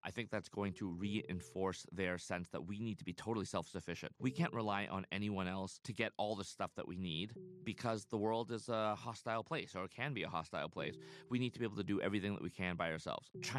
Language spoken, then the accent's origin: English; Canada; as a Canadian working in media, you know, I work for an American outlet, but I'm Canadian.